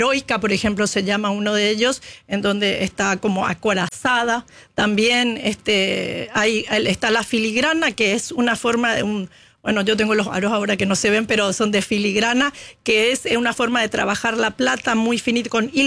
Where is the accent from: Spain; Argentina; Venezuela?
Argentina; Buenos Aires; moved away as an adult; also born or lived in Paraguay; yo me crié en Buenos Aires, para serles sincera.